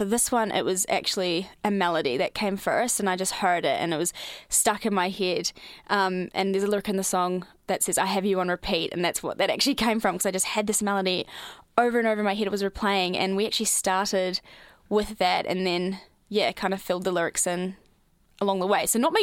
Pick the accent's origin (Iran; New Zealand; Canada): New Zealand; moved away as an adult; now in Melbourne, Australia; Like they said, I'm originally from New Zealand. I moved here about 2 years ago.